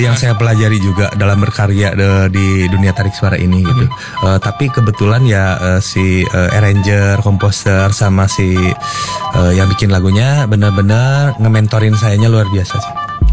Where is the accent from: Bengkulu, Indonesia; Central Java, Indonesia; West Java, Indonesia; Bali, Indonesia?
West Java, Indonesia; Bandung; kita orang Bandung